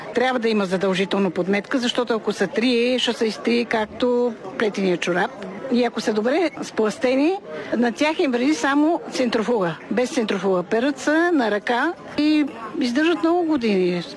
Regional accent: Pazardzhik, Pazardzhik Province, Bulgaria; съм от Пазарджик.

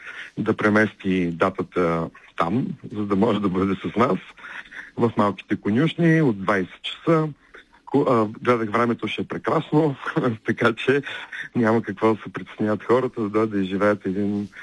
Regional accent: Plovdiv, Plovdiv Province, Bulgaria; аз съм пловдивчанин и сърцето ми е в този град

